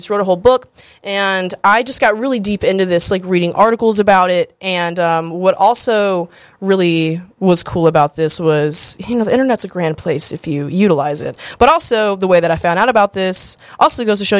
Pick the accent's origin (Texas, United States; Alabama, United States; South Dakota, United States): Alabama, United States; Florence; moved away; So I'm from Florence, Alabama, like the Shoals area, Florence, Muscle Shoals, Sheffield, Tuscumbia, Cherokee, you know, that whole little, it's a bunch of little places all in one, the Shoals.